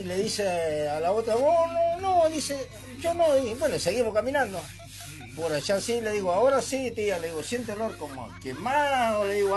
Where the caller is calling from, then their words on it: San Miguel del Monte, Buenos Aires Province, Argentina; acá San Miguel del Monte.